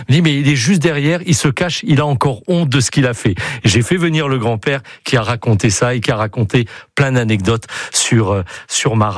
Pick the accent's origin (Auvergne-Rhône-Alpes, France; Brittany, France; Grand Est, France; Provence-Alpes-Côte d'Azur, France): Grand Est, France; Charleville-Mézières; also born or lived in Martinique; now in Basque Country, France; je suis originaire des Ardennes, de Charleville-Mézières, j'ai vécu en Martinique, et puis voilà, je viens au Pays Basque